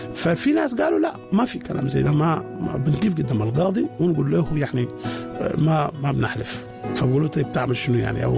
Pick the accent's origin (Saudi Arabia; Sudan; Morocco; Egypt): Sudan; عندنا في السودان،